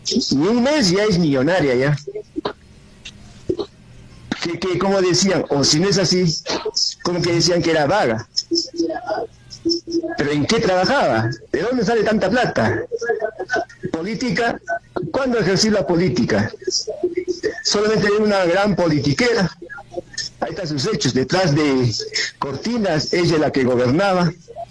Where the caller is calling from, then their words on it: Juliaca, Puno, Peru; desde Juliaca.